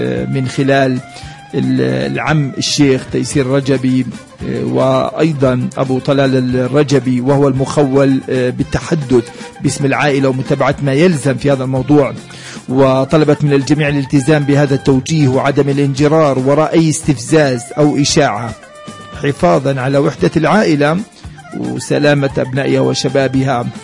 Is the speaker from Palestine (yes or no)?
yes; Palestine